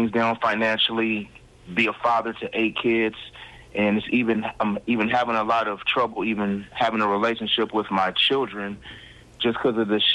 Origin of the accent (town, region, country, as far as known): California, United States